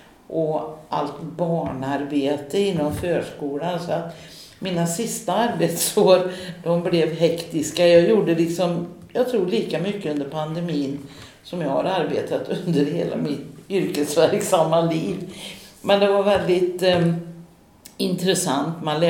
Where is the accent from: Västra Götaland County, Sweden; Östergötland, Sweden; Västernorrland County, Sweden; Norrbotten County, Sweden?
Västra Götaland County, Sweden; jag är redig västgöte.